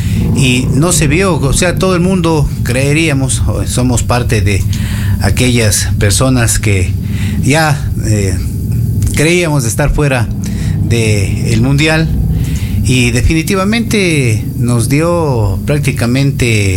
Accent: Ecuador; prácticamente estaba apostando contra la selección, así me digan que no soy ecuatoriano

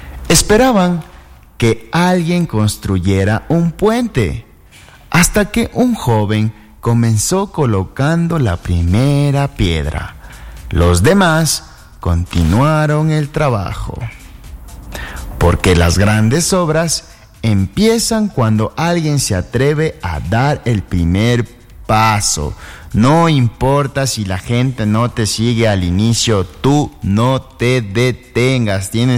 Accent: Ecuador

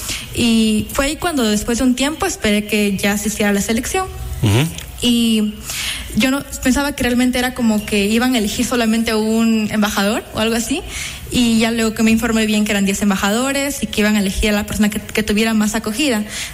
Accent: Gualaquiza, Morona Santiago, Ecuador; now in Zamora, Ecuador; Yo soy originaria de Gualaquiza y actualmente vivo en Zamora.

